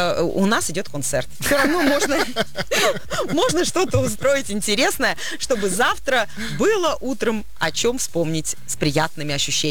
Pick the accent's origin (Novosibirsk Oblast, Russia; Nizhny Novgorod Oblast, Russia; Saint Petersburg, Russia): Saint Petersburg, Russia; Я переехала из Ленинграда в Санкт-Петербург в 10 лет. Из Ленинграда в Санкт-Петербург.